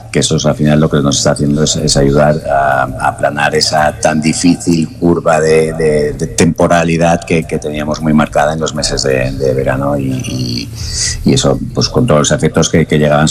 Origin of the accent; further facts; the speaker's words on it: Estellencs, Balearic Islands, Spain; Yo vengo también de la Sierra Tramuntana, un pueblecito más al sur que de donde estáis, Estellencs